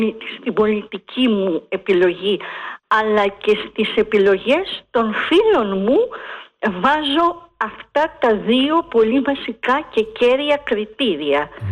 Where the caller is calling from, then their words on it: Greece; Εμείς ως Έλληνες και ως Χριστιανοί Ορθόδοξοι